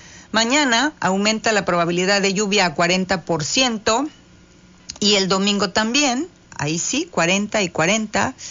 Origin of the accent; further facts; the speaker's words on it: Mexico; así como decimos en México